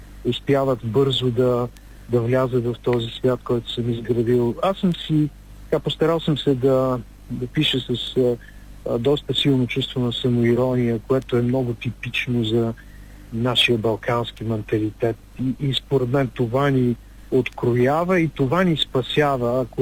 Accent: Plovdiv Province, Bulgaria; в моя роден град

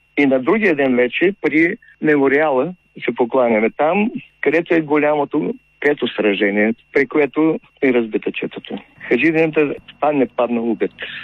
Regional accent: Asenovgrad, Plovdiv Province, Bulgaria; moved away as an adult; now in Sliven, Bulgaria

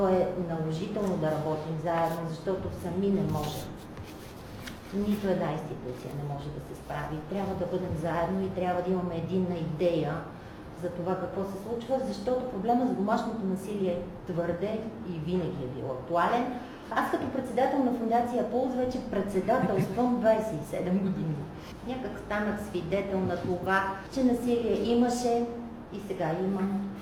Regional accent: Sofia, Sofia City, Bulgaria; аз съм софиянка, както една част от нас

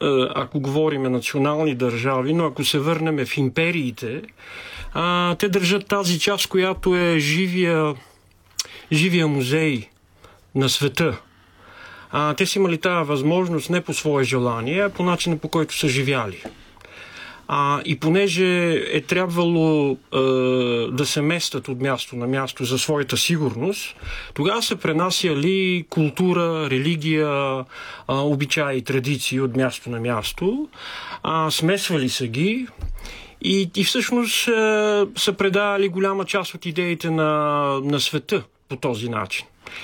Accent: Sofia, Sofia City, Bulgaria; аз съм от София, съм от квартал факултета, а те са от Надежда, аз познавам Надежда, те не познават факултета.

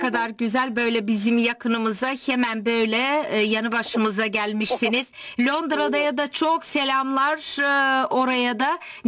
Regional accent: Silistra Province, Bulgaria; Eskiden yani sizin köyünüz benim köyüm gibi Silistra'ya bağlı.

